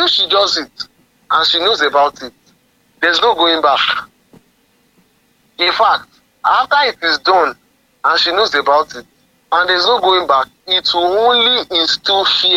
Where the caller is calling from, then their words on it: Nigeria; as a Nigerian